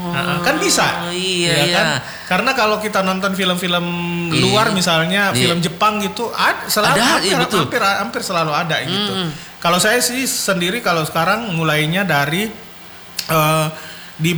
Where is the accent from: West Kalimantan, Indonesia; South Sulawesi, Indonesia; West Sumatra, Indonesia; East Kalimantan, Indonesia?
South Sulawesi, Indonesia; Makassar; now in Jakarta, Indonesia; Kalau saya tinggal di Jakarta, jadi kacamata saya unik mungkin karena saya tinggal di Jakarta, tapi saya orang Makassar